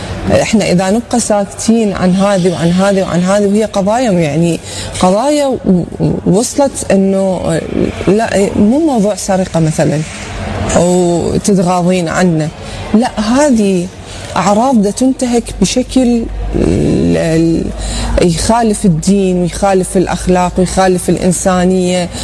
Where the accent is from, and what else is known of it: Iraq